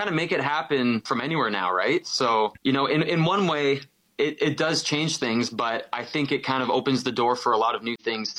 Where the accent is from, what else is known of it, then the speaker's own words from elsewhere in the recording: Fort Erie, Ontario, Canada; I'm from Fort Erie. I'm from the middle of nowhere.